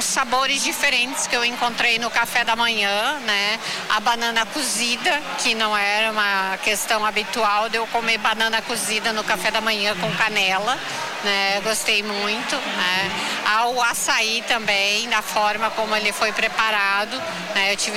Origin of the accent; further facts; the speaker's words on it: Rio Grande do Sul, Brazil; moved away as an adult; now in Maranhão, Brazil; Eu sou natural do Rio Grande do Sul, mas moro há 4 anos no Maranhão.